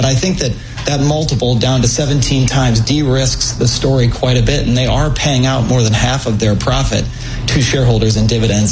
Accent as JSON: {"language": "English", "town": "Cedar Falls", "region": "Iowa", "country": "United States", "tie": "born or raised there", "said": "John Deere has a big plant in Waterloo, Iowa. I grew up in Cedar Falls, the town next door, so I've kind of grew up with John Deere."}